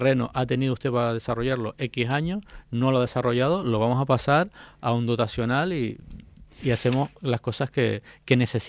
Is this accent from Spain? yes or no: yes; Canary Islands, Spain; como los canarios queramos